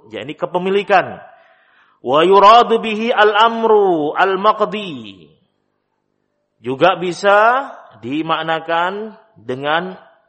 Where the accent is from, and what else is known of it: Java, Indonesia